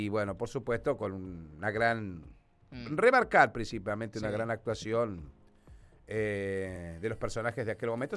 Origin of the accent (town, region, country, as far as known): Argentina